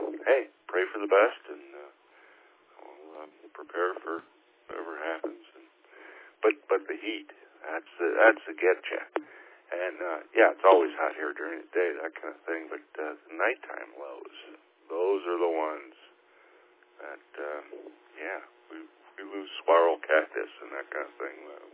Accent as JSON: {"language": "English", "town": "Chicago", "region": "Illinois", "country": "United States", "tie": "born or raised there", "moved": "yes", "said": "I grew up in Chicagoland"}